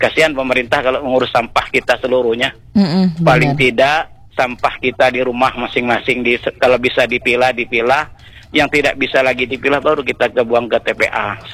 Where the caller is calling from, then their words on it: Batu Rusa, Bangka Belitung Islands, Indonesia; masyarakat kita Batu Rusa